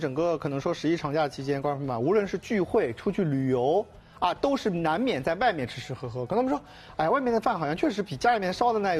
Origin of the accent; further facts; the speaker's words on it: Shanghai, China; 咱们上海人喜欢吃什么？浓油赤酱。